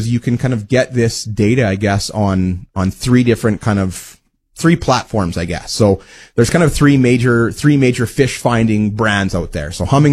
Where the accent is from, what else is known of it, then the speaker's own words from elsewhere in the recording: Wawota, Saskatchewan, Canada; Yeah, one of my first jobs as a kid growing up in Wawota, Saskatchewan. So I grew up in the southeast